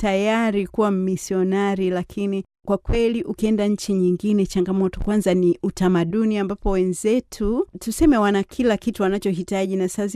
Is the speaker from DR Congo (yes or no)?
no; Lushoto, Tanga Region, Tanzania; moved away as an adult; now in Austria; mimi natoka Lushoto kule Gare